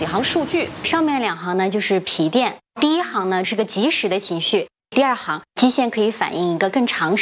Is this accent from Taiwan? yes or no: no; China; 我们中国人